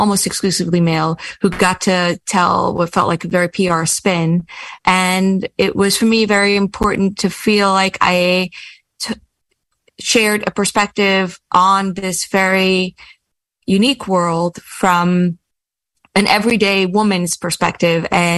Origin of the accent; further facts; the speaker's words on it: Kiryas Joel, New York, United States; moved away as an adult; So I grew up in Kiryas Joel. I grew up in a very, I suppose there is a spectrum in every Hasidic community, including in Kiryas Joel.